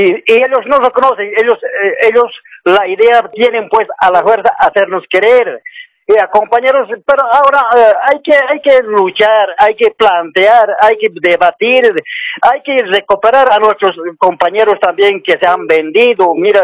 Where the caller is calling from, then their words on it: Cochabamba, Bolivia; Estoy llamando del departamento de Cochabamba.